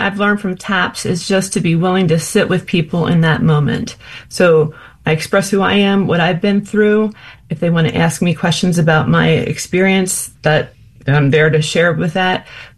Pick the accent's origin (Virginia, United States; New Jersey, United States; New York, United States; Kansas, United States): New Jersey, United States